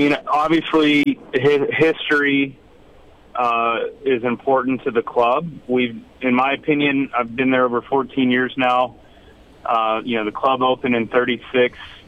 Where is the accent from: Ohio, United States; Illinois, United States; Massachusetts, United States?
Ohio, United States; North Canton; moved away as an adult; now in Fort Worth, United States; Yeah, I'm North Canton, Ohio, originally, and grew up there, graduated from the University of Akron, played collegiate golf there, and then I've been in Fort Worth since 2005.